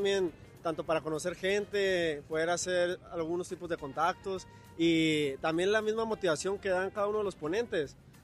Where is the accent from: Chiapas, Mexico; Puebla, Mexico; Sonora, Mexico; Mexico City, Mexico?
Sonora, Mexico; todos los compañeros que venimos de Sonora.